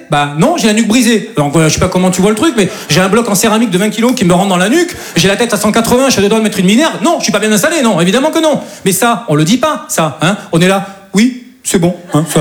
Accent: south of France, France; now in Paris, France; Je dis ça parce que moi je viens du sud de la France. Et chez nous c'est un peu plus tranquille, quoi. Et moi, voilà, je suis monté sur Paris, voilà, pour devenir comédien.

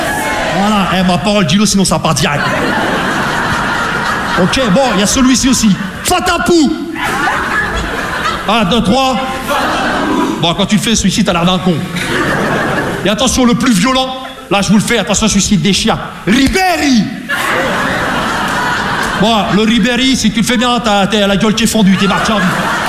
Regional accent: Rouen, Normandy, France; Parce que moi, je viens de Rouen, tu vois, la Normandie, les Vikings, on est tous un peu des.

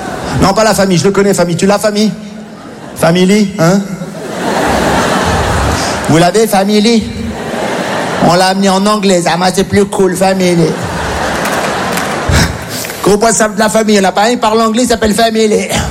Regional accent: Morocco

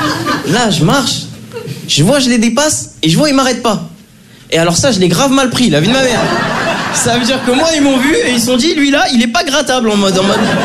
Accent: Draguignan, Provence-Alpes-Côte d'Azur, France; now in Lyon, France; c'est que moi, je viens de Draguignan. Donc, partout où je suis en France, je suis content d'être là, je vais pas vous mentir. Partout. Il y a juste un truc qui me casse la tête en vrai depuis que j'habite dans une grande ville, depuis que j'habite à Lyon.

